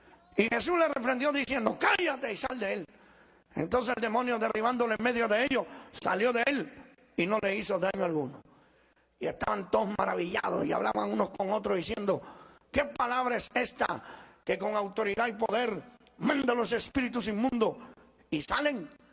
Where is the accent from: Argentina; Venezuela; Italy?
Italy; para aquellos que vienen por primera vez, que no me conocen, yo soy italiano. Está raro, pero es así.